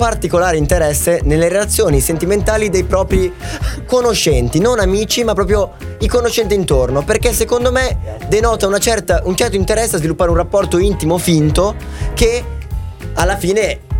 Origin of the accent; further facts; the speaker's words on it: Campania, Italy; In napoletano le chiamiamo Angiugis.